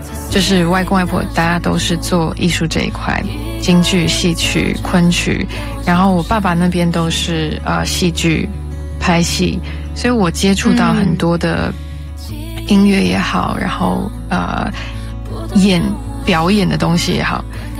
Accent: Netherlands; 小时候在荷兰的时候，我爸妈就买很多那种玩具给我

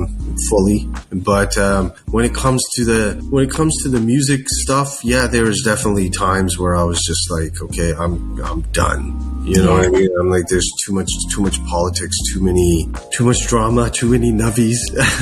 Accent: England, United Kingdom; born there; I was born in England

